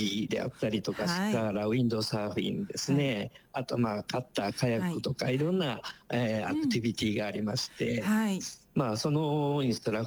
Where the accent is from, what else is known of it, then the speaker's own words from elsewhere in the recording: Osaka, Japan; now in Tokyo, Japan; 私もともと大阪出身でして